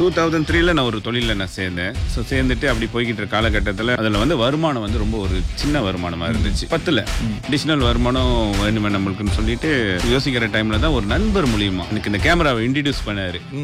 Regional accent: Nibong Tebal, Penang, Malaysia; பெரிய செம்பனை தோட்டம் இருக்கும், கலப்பா சவைட் சொல்லுவாங்க. அந்த தோட்டத்துல பைராம் தோட்டம்னு ஒரு தோட்டம் இருக்கு. தோட்டத்துல பிறந்து வளர்ந்தது எல்லாமே அந்த பைராம் தோட்டத்துல தான்.

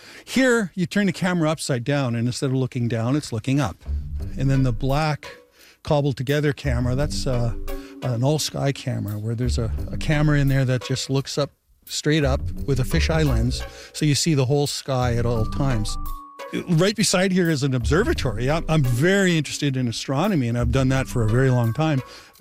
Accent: Winnipeg, Manitoba, Canada; now in Gimli, Canada; I'm from Winnipeg. My wife was originally from Toronto, and we've retired to Gimli

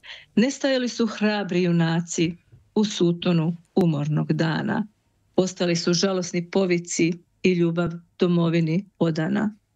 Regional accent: Croatia; also born or lived in Osijek / Vinkovci; kada čuju moj hrvatski jezik i da ja sad kažem, ja sam iz Hrvatske

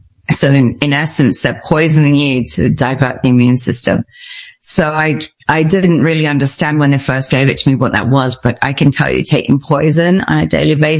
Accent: Stratford-upon-Avon, West Midlands, United Kingdom; moved away as an adult; also born or lived in Mexico; I decided to leave Mexico, go back to England because I'm obviously from Stratford-upon-Avon in England. You can tell by my accent. And so I decided to go home to England

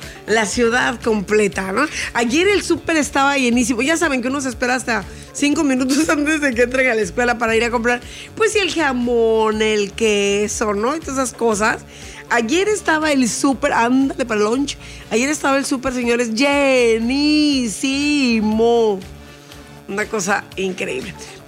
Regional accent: Mexico; como mexicanos somos la cosa más bella del mundo.

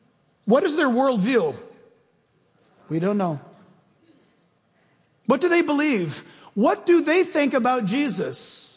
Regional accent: United States; born there

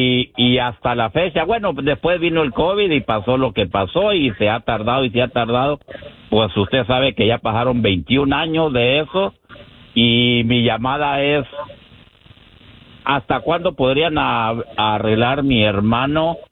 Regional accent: Buenaventura, Chihuahua, Mexico; Soy del estado de Chihuahua, jefe.

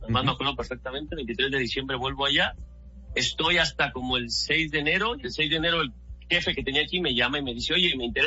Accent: Mexico; en México, ya sabes, somos mexicanos y buscamos la forma de hacer siempre cosas.

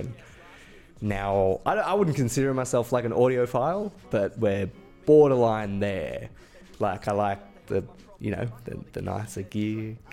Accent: Sydney, New South Wales, Australia; now in Blue Mountains, Australia; Well, I mean, I grew up in Sydney. So I spent the first 13 years of my life in Bondi. Being a little skate rat down in Bondi.

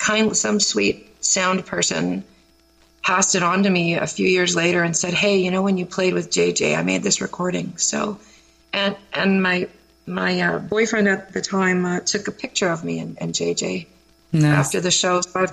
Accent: Saskatoon, Saskatchewan, Canada; also born or lived in Ottawa / Toronto; now in Niagara, Canada; being Canadian, and it's like my hometown is Saskatoon, but I lived in Ottawa briefly, so it feels like another hometown. And Toronto, I lived there, well, it's getting actually the longest, 14 years, and now I've been in Niagara for 13 years

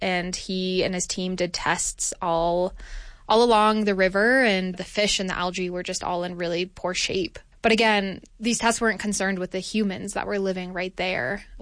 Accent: Durango, Colorado, United States; growing up in Durango

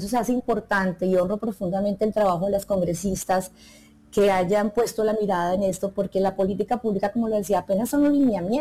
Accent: Los Llanos, Colombia; soy llanera, vivo en tierra caliente

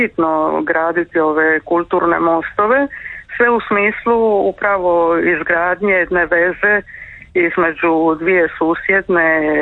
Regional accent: Croatia

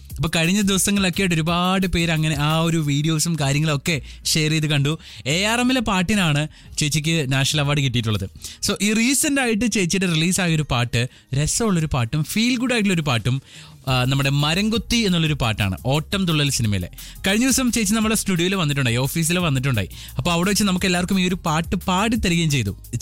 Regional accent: Kerala, India; ഒരു മലയാളി എന്ന നിലയിൽ ഭയങ്കര പ്രൗഡുള്ളൊരു സംഭവമാണ്.

